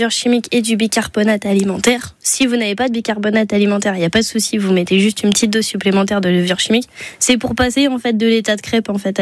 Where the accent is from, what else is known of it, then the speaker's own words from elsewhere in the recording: Brittany, France; moi, je viens de Bretagne